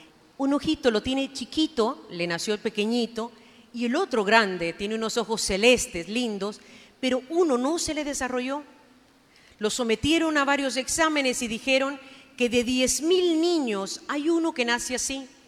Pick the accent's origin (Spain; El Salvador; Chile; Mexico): El Salvador; moved away as an adult; en mi país se llama jocote.